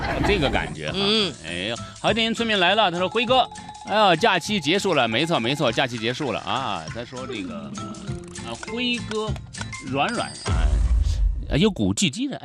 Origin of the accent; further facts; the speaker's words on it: Guizhou, China; now in Yunnan, China; 我不是昆明人啊，我的老家是贵州的。